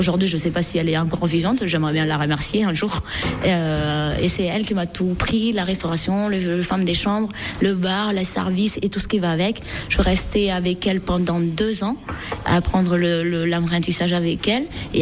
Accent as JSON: {"language": "French", "country": "Madagascar", "tie": "born or raised there", "also_born_or_lived": "Réunion", "second_language": "French", "moved": "as an adult", "lives_now": "France", "said": "Je suis née à Madagascar. J'avais pas de parents ni quoi que ce soit. J'ai habité avec orphelinat française. C'est pour ça que je parle bien français"}